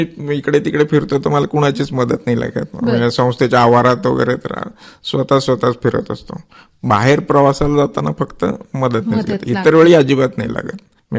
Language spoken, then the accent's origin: Marathi; Satara, Maharashtra, India; मी जातो सुट्टीला साताऱ्याचं, मी साताऱ्याच आहे, सुट्टी असली की मी जातो साताऱ्याला.